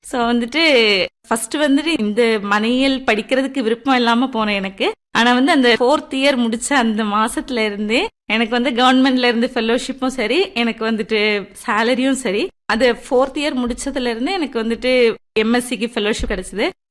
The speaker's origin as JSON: {"language": "Tamil", "area": "Kanyakumari district", "region": "Tamil Nadu", "country": "India", "tie": "born or raised there", "said": "நான் வந்துட்டு இளந்தேடுத்தட்டுங்கிற கன்னியாகுமரி மாவட்டத்துல இளந்தேடுத்தட்டுங்கிற கிராமத்துல பிறந்தேன்."}